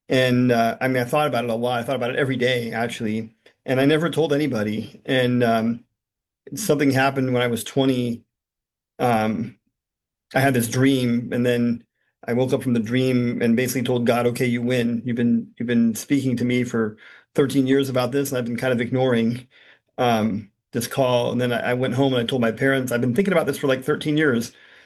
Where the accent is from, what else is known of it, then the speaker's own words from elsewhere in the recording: Pasadena, California, United States; moved away as an adult; also born or lived in Los Angeles, California; now in Tampa, United States; I was born and raised in California.